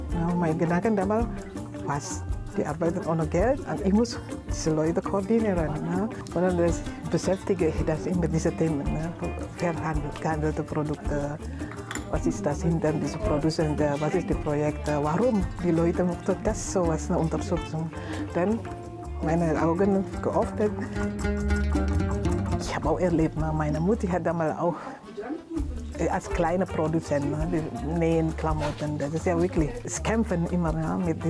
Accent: Indonesia; moved away as an adult; now in Chemnitz, Germany; Ich komme ursprünglich aus Indonesien. Ich bin seit 2004 in Chemnitz und ich bin eigentlich 45 Jahre alt, habe zwei Kinder. Ich bin verheiratet mit einem deutschen Mann.

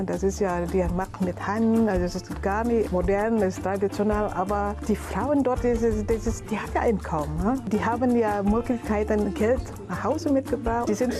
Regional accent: Indonesia; German is a second language; moved away as an adult; now in Chemnitz, Germany; Ich komme ursprünglich aus Indonesien. Ich bin seit 2004 in Chemnitz und ich bin eigentlich 45 Jahre alt, habe zwei Kinder. Ich bin verheiratet mit einem deutschen Mann.

